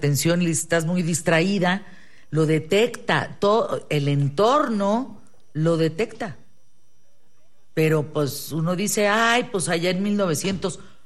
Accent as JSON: {"language": "Spanish", "country": "Mexico", "said": "como mexicanos tenemos que ver"}